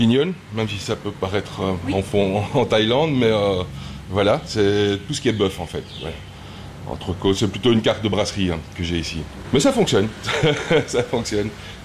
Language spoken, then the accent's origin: French; Belgium; Moi, je suis belge, donc je fais beaucoup de frites au restaurant.